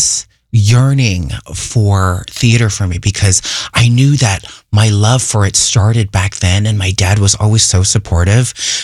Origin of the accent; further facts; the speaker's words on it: Fresno, California, United States; Well, I did do some growing up in Fresno, California, and that was my first taste of theater.